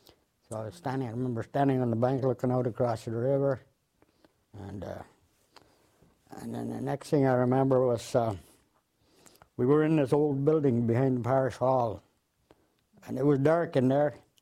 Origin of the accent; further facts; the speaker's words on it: Moosonee, Ontario, Canada; that's where I grew up in Moose Knee.